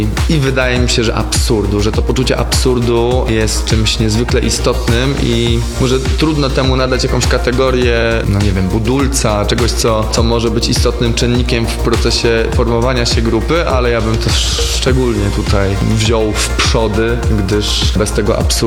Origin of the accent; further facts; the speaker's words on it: Murzynek, Kuyavian-Pomeranian Voivodeship, Poland; Gdzieś tam pracując, czy będąc w tym domu, w którym dorastałem, w Murzynku na Czarnych Kujawach.